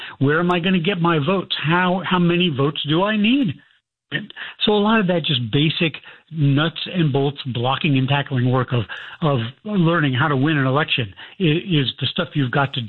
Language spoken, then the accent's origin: English; Plano, Texas, United States; born or raised there